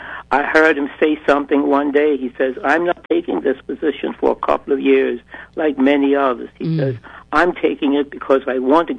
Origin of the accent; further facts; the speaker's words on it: Bermuda; But it was a tremendous time to be growing up. I'd like to see the sport return to Bermuda because our women are natural in them.